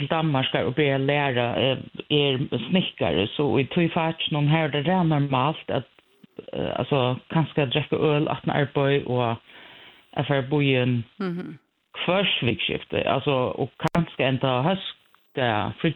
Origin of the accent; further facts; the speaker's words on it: Klaksvík, Norðoyar, Faroe Islands; och jag kommer från Klagsvik. Jag är 48, akkurat nu